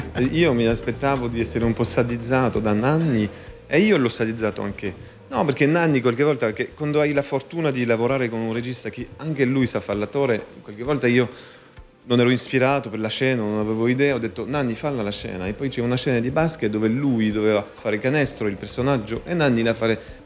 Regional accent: France; Italian is a second language; Io sono un francese che non sa giocare al basketball.

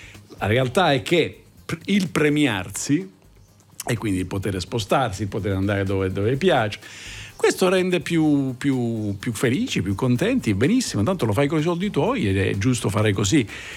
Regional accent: Palermo, Sicily, Italy; io sono cresciuto a Palermo

